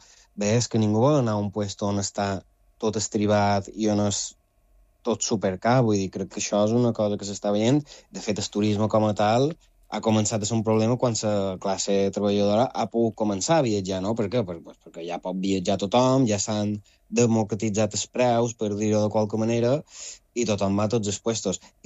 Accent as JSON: {"language": "Catalan", "region": "Balearic Islands", "country": "Spain", "said": "com a mallorquí, com a resident de l'illa"}